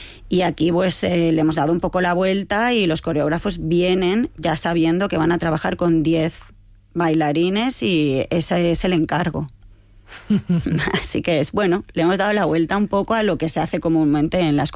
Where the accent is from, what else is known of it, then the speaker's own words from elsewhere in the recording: Spain; tengo un poco de presión porque siendo directora española siempre miran a ver a quién invita y tal.